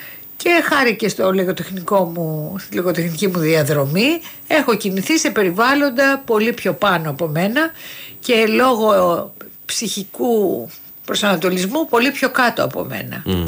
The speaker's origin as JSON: {"language": "Greek", "town": "Volos", "region": "Thessaly", "country": "Greece", "tie": "born or raised there", "said": "εγώ μεγάλωσα στο Βόλο, όπου τα δημόσια σχολεία ήταν τα καλά σχολεία."}